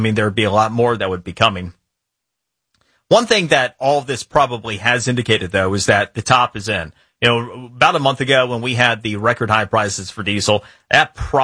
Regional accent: Florida, United States; this has been something I literally have been working on in my home state of Florida

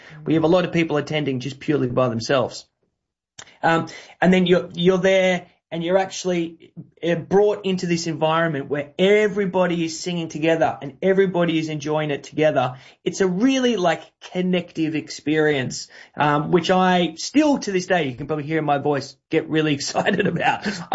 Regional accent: Australia; now in London, United Kingdom; So my business partner, you can hear from my voice that I am Australian. Hopefully you picked that up. My business partner is from London, and I personally have been based in London now for nearly 15 years.

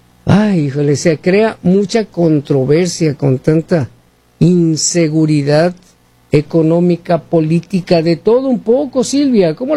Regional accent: Hermosillo, Sonora, Mexico; accent: norteño; soy de la Piedra Bola y Hermosillo, Sonora, México.

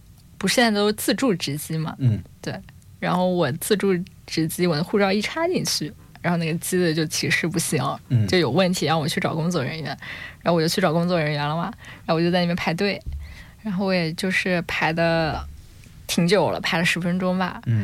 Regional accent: China; 然后当我说出就是我是从中国来了以后，他就说那你一定非常喜欢这边的生活吧

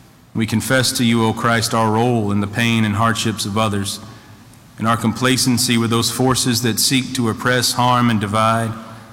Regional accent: Coffee County, Alabama, United States; born or raised there; moved away as an adult; also born or lived in Birmingham, Alabama

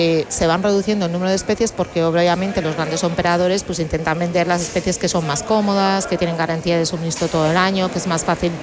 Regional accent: Galicia, Spain; yo que soy gallega

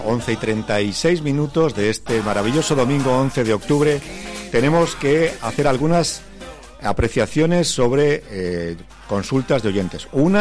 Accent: Sicily, Italy; Spanish is a second language; soy siciliano, así que soy un gallego trucho.

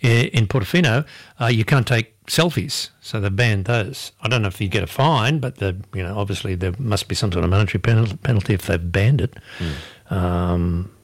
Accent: Inverell, New South Wales, Australia; went to see my uncle. I stayed with him in Sydney from Inverell. I got the train down

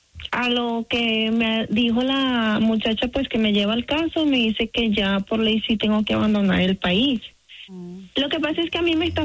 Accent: Venezuela; moved away; soy de Venezuela.

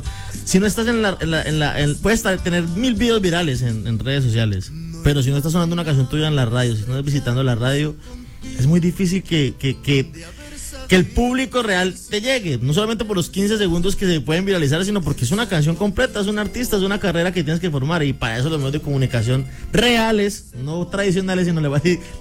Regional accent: Villavicencio, Meta, Colombia; Acá, en mi tierra.

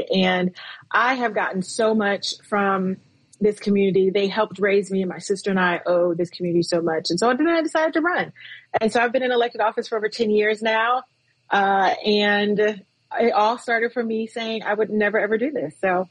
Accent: Akron, Ohio, United States; I am born and raised in Akron, Ohio.

